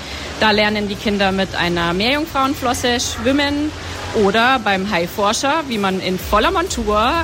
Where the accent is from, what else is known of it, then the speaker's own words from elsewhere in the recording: Munich, Bavaria, Germany; moved away as an adult; Ich komme aus München.